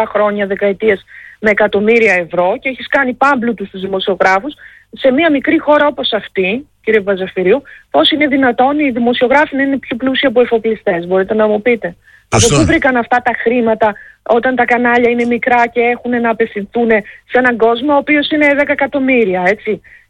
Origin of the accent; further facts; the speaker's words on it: Kozani, Western Macedonia, Greece; όταν ήμουν μικρή, που είμαστε και από την Μακεδονία, έτσι, ήταν κοντά η Έδεσσα και αυτά που βγάζει από τα ωραιότερα έτσι, κεράσια που υπάρχουν, και βέβαια και τα μέρη μου και στην Κοζάνη.